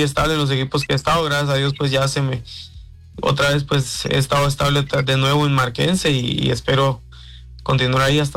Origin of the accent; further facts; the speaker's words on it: Mixco, Guatemala Department, Guatemala; moved away as an adult; now in San Marcos, Guatemala; Yo, de acá de la capital, soy de Misco, fíjate, precisamente, de zona 6 de Misco, pero tocó ir afuera ahora a San Marcos.